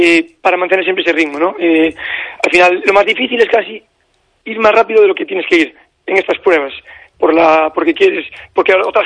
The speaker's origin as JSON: {"language": "Spanish", "town": "Bertamiráns", "region": "Galicia", "country": "Spain", "tie": "born or raised there", "lives_now": "O Milladoiro, Spain", "said": "tengo aquí el centro, pero soy de Berta Mirán. Mis padres viven en Berta Mirán, me crié en Berta Mirán. Y es mi tierra"}